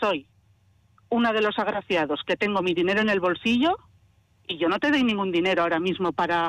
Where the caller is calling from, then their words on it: Getxo, Basque Country, Spain; yo vivo en Algorta, entonces sí que es cierto que no tengo contacto con la gente del pueblo de aquí, de Igorre.